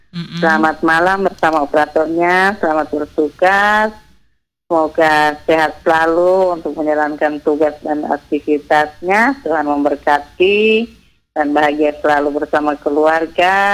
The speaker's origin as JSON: {"language": "Indonesian", "region": "Central Sulawesi", "country": "Indonesia", "tie": "born there", "moved": "yes", "lives_now": "Sikka, Indonesia", "said": "bunda orang Sulawesi Tengah."}